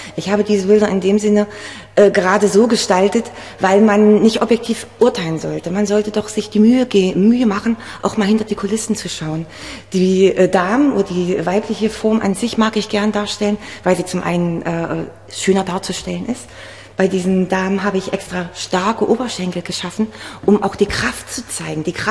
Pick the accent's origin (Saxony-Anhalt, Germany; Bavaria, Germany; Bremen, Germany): Saxony-Anhalt, Germany; also born or lived in Sangerhausen; Ich bin 46 Jahre alt, in Sangerhausen geboren, in der wunderschönen Goldenen Aue aufgewachsen